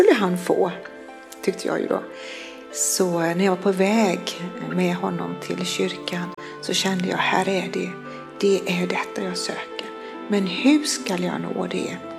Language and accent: Swedish; Vallda, Halland County, Sweden; Jag är uppvuxen i Valda som ligger utanför Göteborg. 2 mil söder om Göteborg.